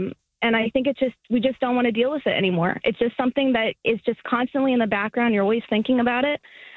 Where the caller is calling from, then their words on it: Quebec, Canada; I'm from Quebec. My family's from Quebec. We've been here for generations.